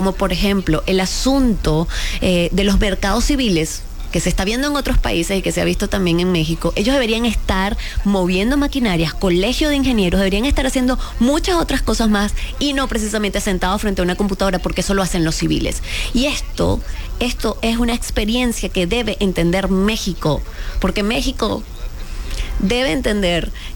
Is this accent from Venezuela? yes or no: yes; Venezuela; yo como venezolana lo digo